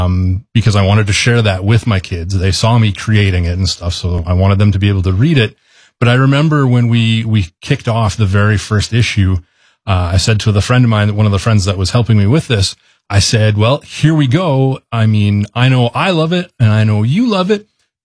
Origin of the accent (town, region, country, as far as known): Humboldt, Saskatchewan, Canada; born or raised there; now in Regina, Canada